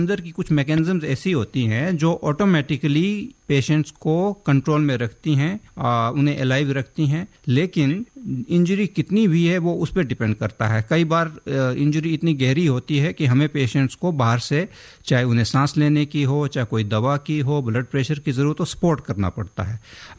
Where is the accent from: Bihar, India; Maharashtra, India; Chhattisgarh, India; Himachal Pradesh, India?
Himachal Pradesh, India; मैं भी पहाड़ी हूँ, मैं हिमाचल से हूँ।